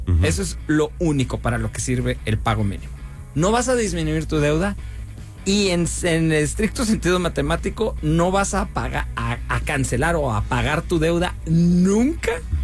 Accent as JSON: {"language": "Spanish", "town": "Guadalajara", "region": "Jalisco", "country": "Mexico", "lives_now": "Culiacán, Mexico"}